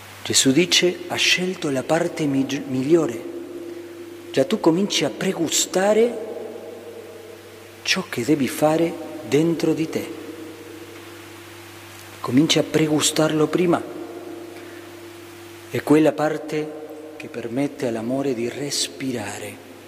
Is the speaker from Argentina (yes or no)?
yes; Argentina; moved away; 2 messicani, 2 spagnoli e io argentino.